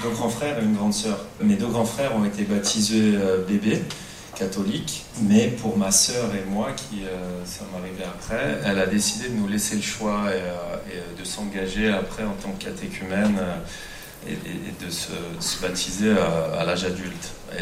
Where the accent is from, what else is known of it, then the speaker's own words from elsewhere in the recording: Chambéry, Auvergne-Rhône-Alpes, France; also born or lived in Grenoble; Donc, moi, j'ai grandi entre Chambéry et Grenoble. Je suis savoyard, on est à Chambéry.